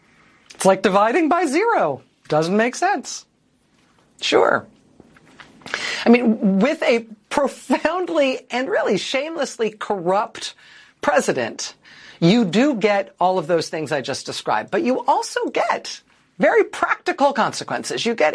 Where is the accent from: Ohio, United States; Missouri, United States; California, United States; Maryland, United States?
California, United States; I grew up in the East Bay in Northern California when I was a little kid.